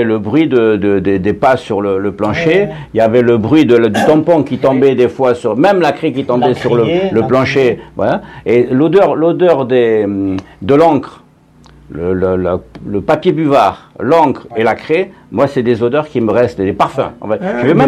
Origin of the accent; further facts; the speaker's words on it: Algeria; now in France; je suis français d'Algérie, et ils nous prenaient pour des SS, des OAS, des colons